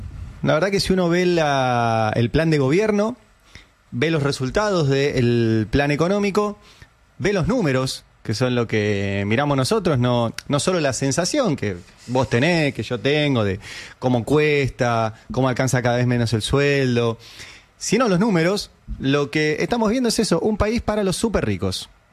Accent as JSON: {"language": "Spanish", "region": "Catalonia", "country": "Spain", "said": "Para mí, o sea que soy catalán y consultor político"}